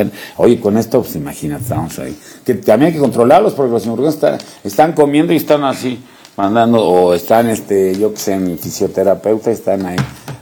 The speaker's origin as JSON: {"language": "Spanish", "country": "Mexico", "said": "para mí como mexicano"}